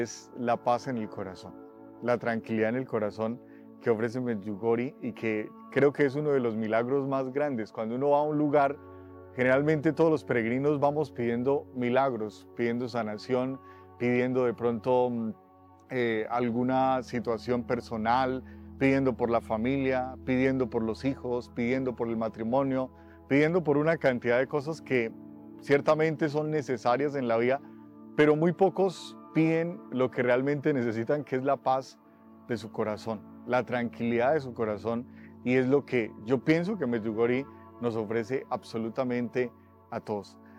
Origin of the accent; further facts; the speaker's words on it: Boyacá, Colombia; Soy sacerdote colombiano de la diócesis de Vitama-Sogamoso, allí en Colombia.